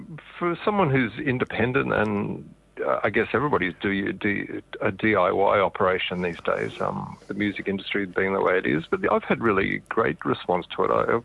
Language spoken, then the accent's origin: English; Sydney, New South Wales, Australia; moved away as an adult; also born or lived in Ireland / Dublin; I was an Aussie kid growing up in Sydney